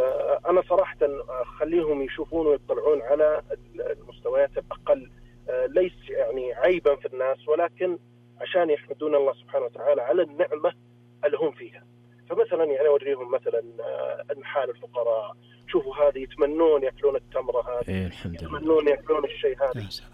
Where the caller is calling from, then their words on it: Riyadh, Riyadh Province, Saudi Arabia; أنا من الرياض.